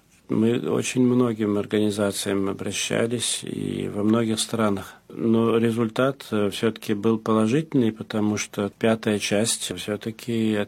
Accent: France; also born or lived in Moscow, Russia / Athens, Greece; Я родился во Франции и всегда там жил, за исключением 3 лет, которые я проживал в Москве

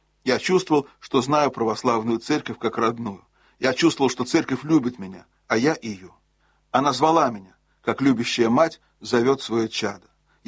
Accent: Norway; Монах из Греции, я из Норвегии.

